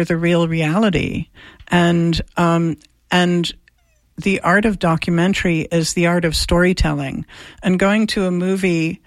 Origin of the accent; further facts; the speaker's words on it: New York, United States; now in Central Florida, United States; I'm a New Yorker, too.